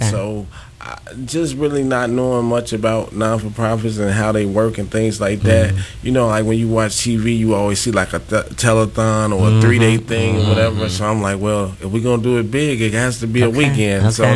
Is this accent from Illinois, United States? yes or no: yes; Chicago, Illinois, United States; Yeah, I'm born and raised in Chicago in the Washington Heights area.